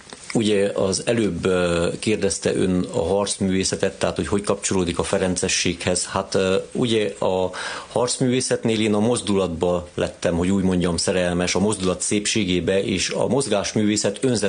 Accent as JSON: {"language": "Hungarian", "country": "Hungary"}